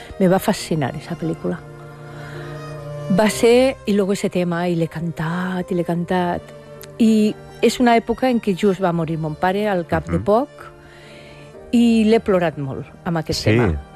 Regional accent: Burjassot, Valencian Community, Spain; moved away; Pues Antonio, Paco i jo som els tres de Burjassot, més o menys, del grup d'amics.

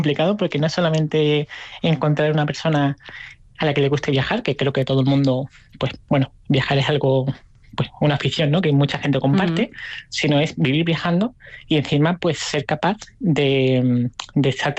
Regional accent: Málaga, Andalusia, Spain; moved away as an adult; also born or lived in United States

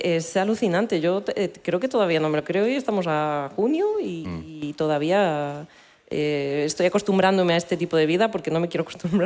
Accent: Galicia, Spain; soy dibujante de cómic y soy gallega

